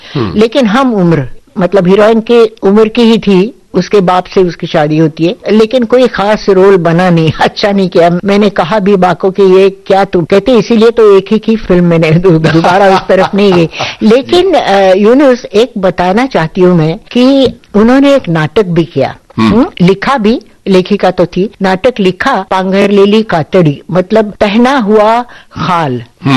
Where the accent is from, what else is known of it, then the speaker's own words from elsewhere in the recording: Pune, Maharashtra, India; also born or lived in Lucknow; हाँ पुणे आ गई और नाना के पास, मतलब अपने पिता के पास, मेरे नाना अप्पा नाम कहते थे। और तब से मैं उनकी छत्र छाया में पली बड़ी।